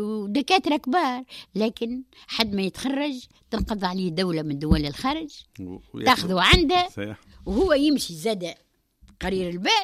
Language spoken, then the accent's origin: Arabic; Ezzahra, Ben Arous, Tunisia; moved away; also born or lived in Tunis; قلت لك انا من زهره